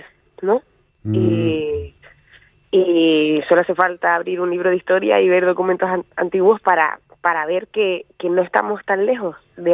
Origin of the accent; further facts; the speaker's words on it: Arinaga, Canary Islands, Spain; now in Madrid, Spain; si cierro los ojos y pienso en mi infancia, veo las piedras de la playa de Arinaga y el mar así pasando